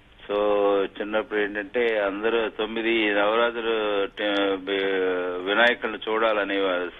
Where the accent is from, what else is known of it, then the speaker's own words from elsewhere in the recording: Madiki, Andhra Pradesh, India; moved away; మా native place మడికి.